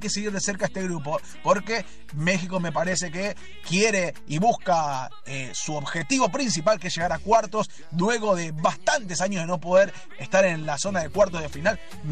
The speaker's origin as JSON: {"language": "Spanish", "country": "Argentina", "said": "Creo que hablo por muchos argentinos."}